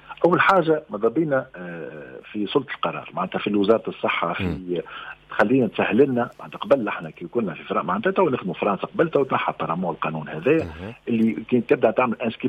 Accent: Tunisia; عندنا في تونس

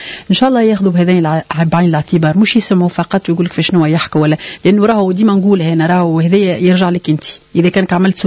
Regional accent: Tunisia

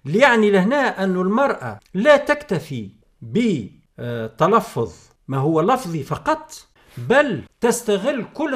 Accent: Tunisia; أنا كمواطن تونسي

